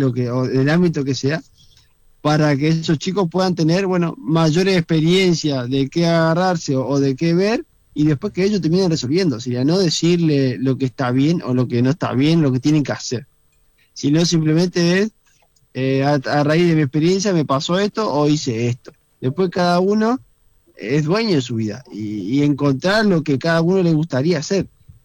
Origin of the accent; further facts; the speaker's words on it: Reconquista, Santa Fe, Argentina; me crié en Reconquista, en una ciudad pequeña, donde jugaba mucho en la calle